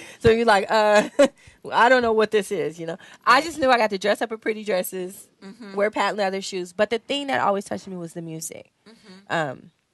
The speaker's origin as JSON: {"language": "English", "town": "Berkeley", "region": "California", "country": "United States", "tie": "born there", "said": "Well, I was born in Berkeley."}